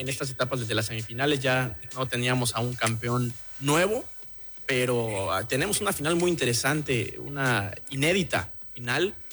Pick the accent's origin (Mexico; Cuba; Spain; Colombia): Mexico; a nosotros como mexicanos